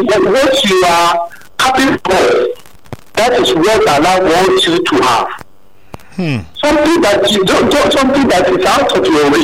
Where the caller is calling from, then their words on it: Ibafo, Ogun, Nigeria; I'm calling from Ibafo.